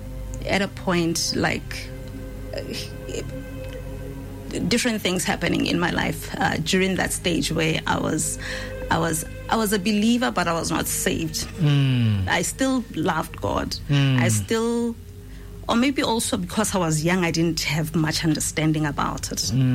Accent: South Africa; now in Botswana; I'm born and bred in South Africa. And then I came to Botswana through my dad, who was exiled here.

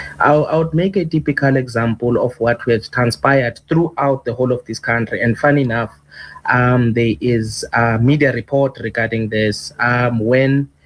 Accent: South Africa; as a South African and as a citizen of this country

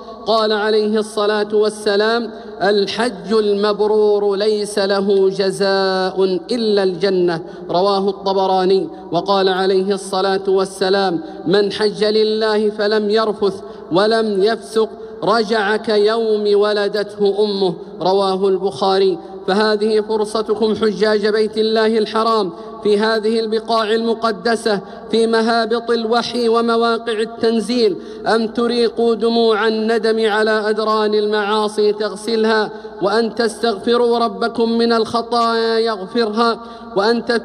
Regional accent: Saudi Arabia; اللهم احفظ بلادنا المملكة العربية السعودية

